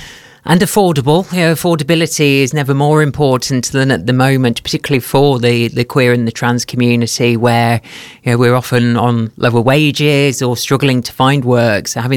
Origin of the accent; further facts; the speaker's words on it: West Midlands, United Kingdom; moved away; So I've previously run big pride festivals down in my hometown in Staffordshire.